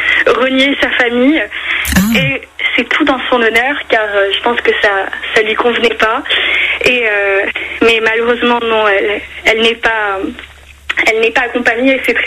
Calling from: northern France, France; Moi, je suis dans le nord

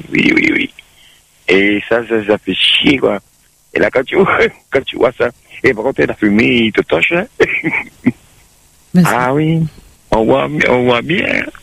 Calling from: Bordeaux, Nouvelle-Aquitaine, France; je suis à Bordeaux.

